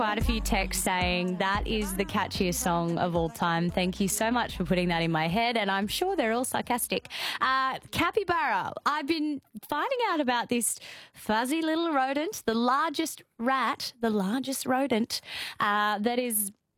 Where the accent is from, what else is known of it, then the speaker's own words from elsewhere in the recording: Rio de Janeiro, Brazil; I grew up in Rio and we saw them at the zoo as kids.